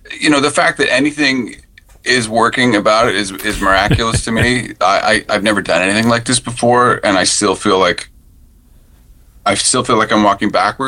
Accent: Ontario, Canada; even though I grew up in Ontario, but my mom is from Newfoundland.

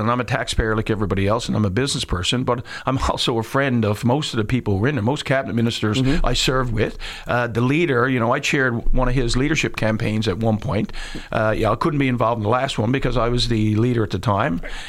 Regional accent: Newfoundland and Labrador, Canada; being a Newfoundlander and Labradorian

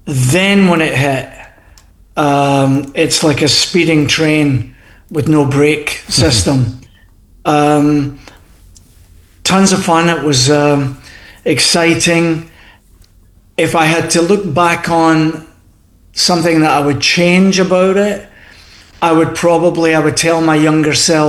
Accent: Scotland, United Kingdom; Yeah, so you know, being Scottish, and I know that Sam's off the Irish, you know, he's Irish background. I love coming to Newfoundland because it's got a wee touch of the old country for sure.

